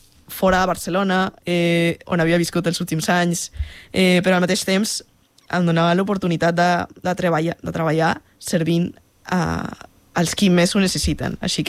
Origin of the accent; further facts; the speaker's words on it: Peru; first language Spanish; Catalan is a second language; moved away; jo soc peruana. La meva llengua és el castellà